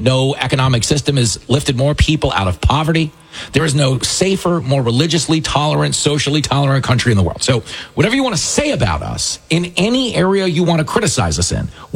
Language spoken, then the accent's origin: English; New York, United States; We grew up in Nassau County surrounded by women who say friggin'. You know what I mean? It's totally, half of them have my accent.